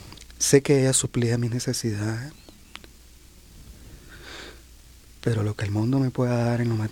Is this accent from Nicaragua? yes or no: yes; Nicaragua; moved away; vengo de Nicaragua, del centro de Nicaragua. Nací en el 69.